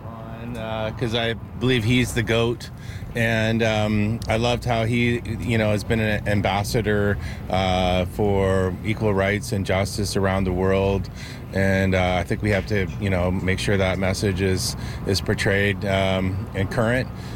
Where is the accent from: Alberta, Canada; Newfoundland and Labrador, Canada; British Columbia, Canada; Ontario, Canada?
British Columbia, Canada; North Vancouver; from North Van.